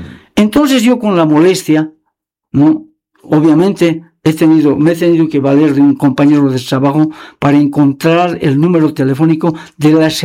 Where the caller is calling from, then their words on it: Bolivia; Yo soy tan ciudadano boliviano como cualquier otro de la Transpando y de la Transvaca 10